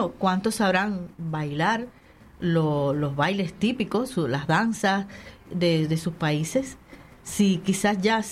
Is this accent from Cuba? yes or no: yes; Cuba; moved away; yo soy cubana y me muero siendo cubana.